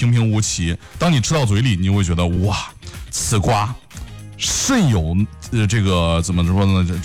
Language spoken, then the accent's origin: Chinese; Kaifeng, Henan, China; 因为我是开封人，有这个开封的滤镜